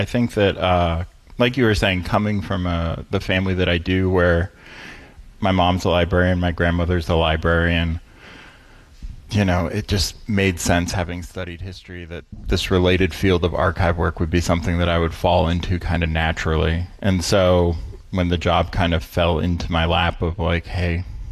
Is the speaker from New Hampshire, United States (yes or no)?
yes; Lyme, New Hampshire, United States; I grew up in Lyme, New Hampshire, which is a very small town in New Hampshire, about 1,700 people.